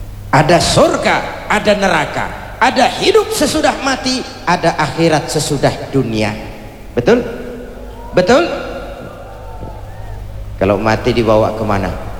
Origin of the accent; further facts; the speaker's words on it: Indonesia; di negeri ini kita dilahirkan, udara negeri ini yang kita hirup, air negeri ini yang kita minum.